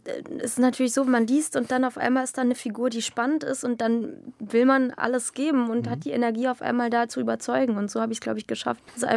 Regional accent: Jena, Thuringia, Germany; born there; Ich bin in Jena geboren, die einen saßen in Berlin, die anderen in Spanien. Meine Mutter kommt aus Spanien.

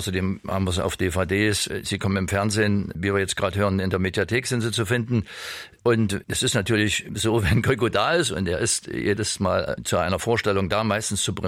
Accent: Bischofswerda, Saxony, Germany; Ich habe ihm gesagt, ich komme aus Bischofswerda.

